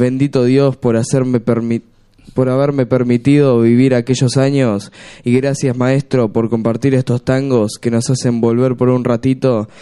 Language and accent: Spanish; Buenos Aires, Argentina; Yo nací y me crié en San Telmo, en un barrio donde el tango se respiraba en cada esquina y formaba parte de la vida cotidiana.